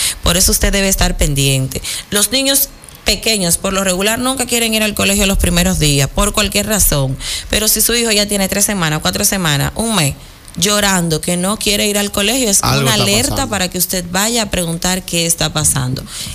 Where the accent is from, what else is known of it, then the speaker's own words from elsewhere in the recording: Guanuma, Santo Domingo, Dominican Republic; porque yo soy de Guanuma.